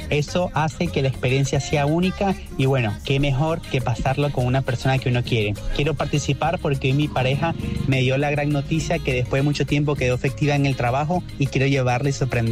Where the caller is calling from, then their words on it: Ramos Mejía, Buenos Aires Province, Argentina; de Ramón Mejía